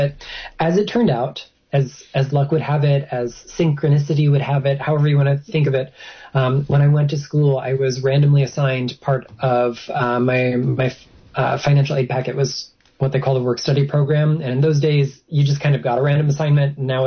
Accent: Florida, United States; You know, I'm from Southeast Florida, a little teeny tiny sleeping kind of fishing village, and there's a lot of nature to be had. So I grew up with a really great love of all things from the natural world.

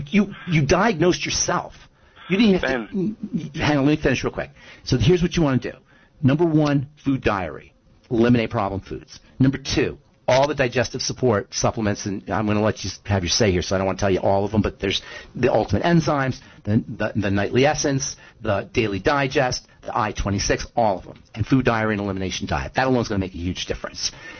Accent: Trenton, New Jersey, United States; I grew up in Trenton. I know all about Philly.

